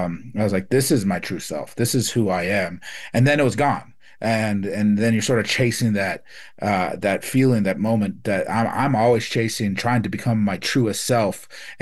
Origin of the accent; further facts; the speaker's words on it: Phoenix, Arizona, United States; also born or lived in New Mexico; So I grew up in living in Phoenix, and then for winters and summers, I'd go back with my mom up in Vanderweg, New Mexico, and just live out there on the res.